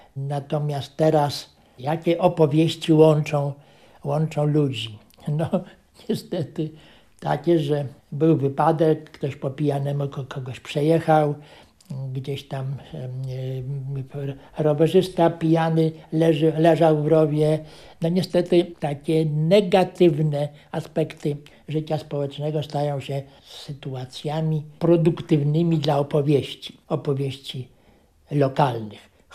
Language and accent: Polish; Lipsko, Masovian Voivodeship, Poland; born there; Oczywiście nie urodziłem się w Chwałowicach, urodziłem się pod miejscowością Lipsko nad Wisłą.